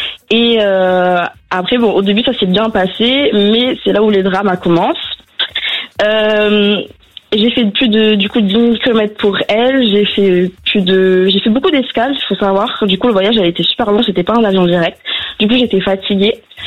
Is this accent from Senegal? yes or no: no; Bordeaux, Nouvelle-Aquitaine, France; Alors, j'ai 20 ans et je viens de Bordeaux.